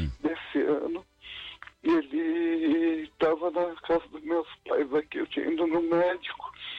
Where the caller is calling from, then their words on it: São Paulo, Brazil; São Paulo, capital.